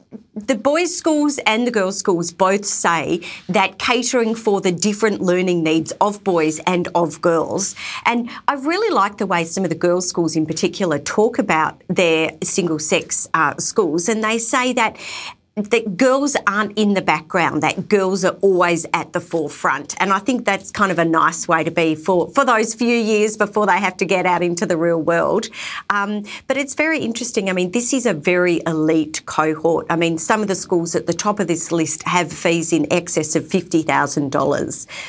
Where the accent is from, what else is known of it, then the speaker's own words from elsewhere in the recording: Adelaide, South Australia, Australia; This is, we're both from Adelaide. Everyone's into private schools in Adelaide.